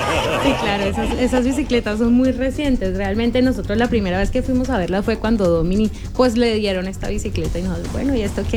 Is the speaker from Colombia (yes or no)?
yes; Colombia; como colombianos nos la ingeniamos para sacar este deporte adelante